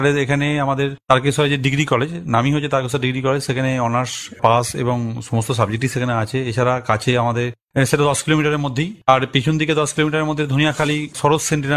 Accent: Basla Srirampur, West Bengal, India; গ্রামে একটা স্কুল আছে যেখানে আমি পড়াশোনা করেছি, স্কুলটা মাধ্যমিক স্কুল, শ্রীরামপুর রাধারানী বিদ্যা মন্দির বলে।

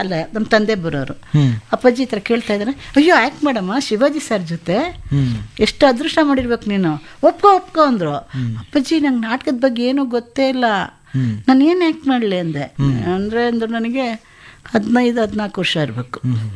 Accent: Chennai, Tamil Nadu, India; born there; ನಾನು ಹುಟ್ಟಿದ್ದು ಮೆಡ್ರಾಸು, ಓದಿದ್ದು ತೆಲುಗು.

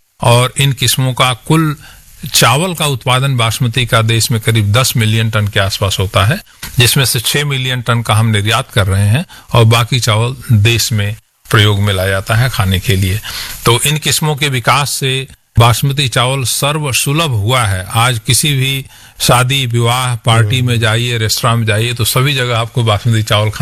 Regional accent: Ghazipur district, Uttar Pradesh, India; moved away as an adult; also born or lived in Varanasi; now in Delhi, India; मेरा जन्म जो है एक किसान परिवार में, पूर्वी उत्तर प्रदेश में गाजीपुर जिला है, वहाँ पर बरहट गांव का नाम है हमारा, जहाँ पर जन्म हुआ। और प्रारंभिक शिक्षा हमारी जो है primary school, junior high school और हाई स्कूल इंटरमीडिएट की शिक्षा गांव में हुई।

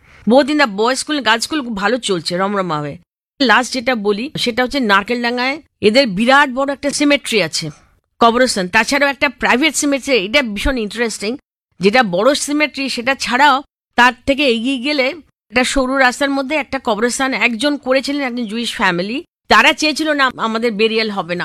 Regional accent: India; আমি যেহেতু ভারতীয়

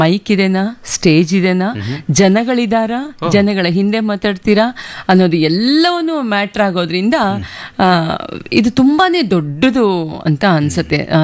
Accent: Raichur, Karnataka, India; moved away as an adult; now in Bengaluru, India; ನನ್ನ ಮೂಲತಃ ನನ್ನ ಊರು ರಾಯಚೂರು, ಮೂಲತಃ ಅಪ್ ಟು ಡಿಗ್ರಿವರೆಗೂ ಅಲ್ಲೇ ಓದಿರೋದು.

